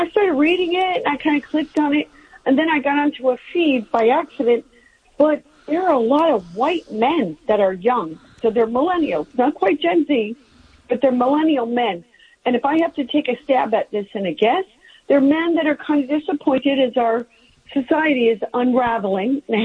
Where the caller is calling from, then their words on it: San Diego, California, United States; I'm from San Diego.